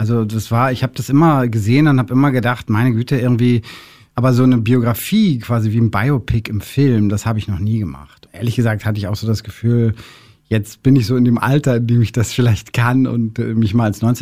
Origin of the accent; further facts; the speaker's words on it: Schwerin, Mecklenburg-Vorpommern, Germany; Also Schliemann ist Mecklenburger wie ich. Gibt in Schwerin, wo ich herkomme, eine Büste